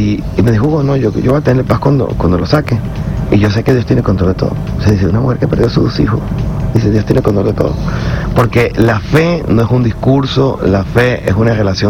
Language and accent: Spanish; Venezuela